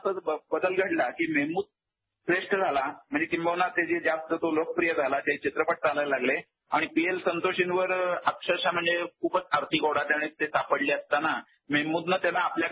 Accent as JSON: {"language": "Marathi", "town": "Satara", "region": "Maharashtra", "country": "India", "said": "आम्ही सातारकर आहोत भाग्यवान."}